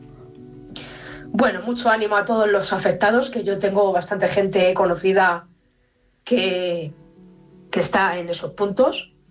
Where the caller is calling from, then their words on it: Fuenlabrada, Community of Madrid, Spain; de Fuenla.